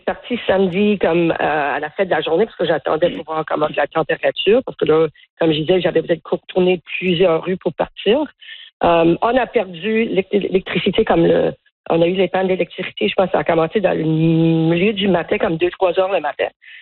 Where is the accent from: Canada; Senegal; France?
Canada; Cape Breton, Nova Scotia; je retourne chez nous au Cap-Breton ce matin.